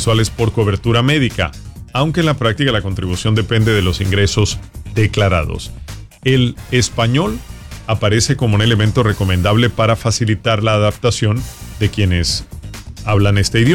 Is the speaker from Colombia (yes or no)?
yes; Colombia; como colombiano, que mi país es maravilloso para jubilarse